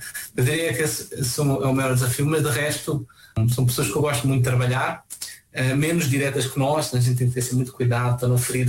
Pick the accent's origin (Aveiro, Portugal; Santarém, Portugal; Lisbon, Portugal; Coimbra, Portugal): Lisbon, Portugal; Odivelas; now in Brazil